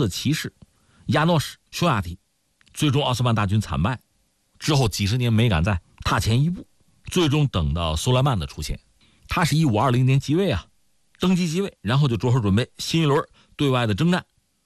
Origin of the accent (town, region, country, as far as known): China